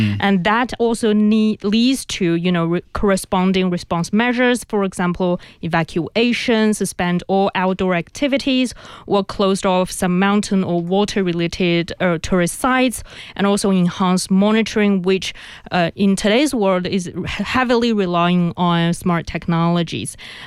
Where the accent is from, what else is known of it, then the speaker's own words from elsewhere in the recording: Inner Mongolia, China; English is a second language; and even my hometown. You know, it's a very, very inland region in the Mongolia. We are also affected by typhoons.